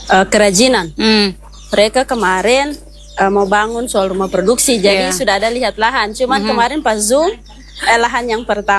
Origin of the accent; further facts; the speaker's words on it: South Sulawesi, Indonesia; kita orang Selayar biasa.